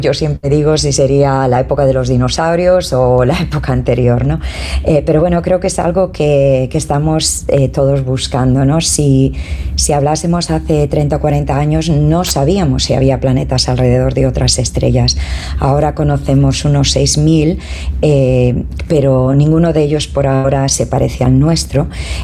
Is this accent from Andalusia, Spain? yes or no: no; Galicia, Spain; born there; España, yo vengo todos los años, me tira mucho, es donde nací, mi tierra gallega y toda España